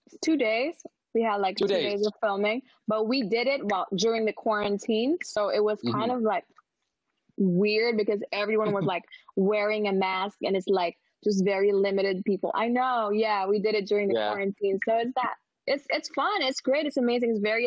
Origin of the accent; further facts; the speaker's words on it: Philippines; moved away; growing up in the Philippines, being a Black girl, being different